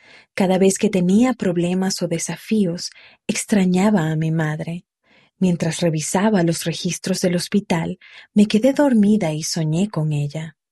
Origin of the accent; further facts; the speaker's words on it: Matagalpa, Nicaragua; born there; Poco tiempo después, nací en Matagalpa, Nicaragua.